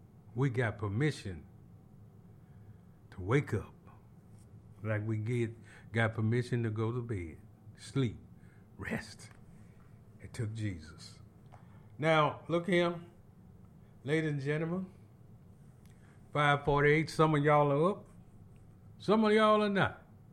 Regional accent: Marianna, Forest City, Arkansas, United States; born there; Some of my hometown brothers in Christ through the city of Mariana up through Forest City, West Memphis and all up in there.

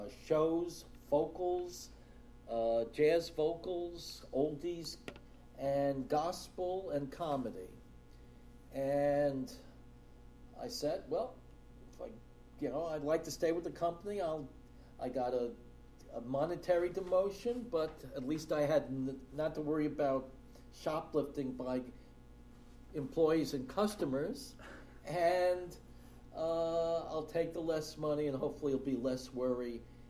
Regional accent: New York City, New York, United States; back in New York City, my hometown

